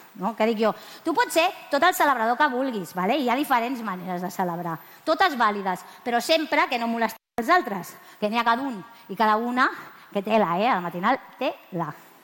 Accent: Sitges, Catalonia, Spain; born there

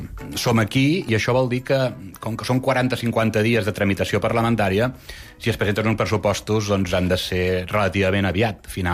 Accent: Mollet del Vallès, Catalonia, Spain; Mollet, d'on soc jo, Mollet del Vallès

